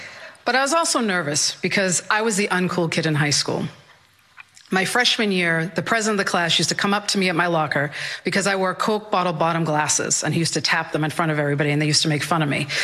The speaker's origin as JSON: {"language": "English", "town": "Malden", "region": "Massachusetts", "country": "United States", "said": "I'm from Malden, Massachusetts, and I am a psychic medium"}